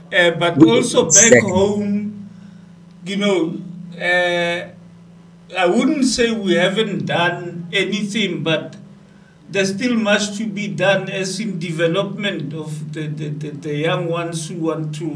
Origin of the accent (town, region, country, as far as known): South Africa